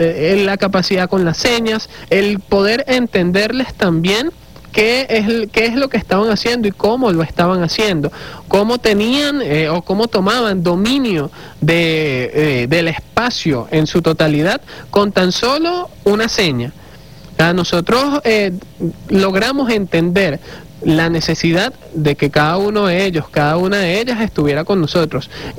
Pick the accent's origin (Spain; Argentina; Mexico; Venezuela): Venezuela; porque precisamente eso somos los venezolanos y nuestro eslogan en este momento es que Venezuela renace toda.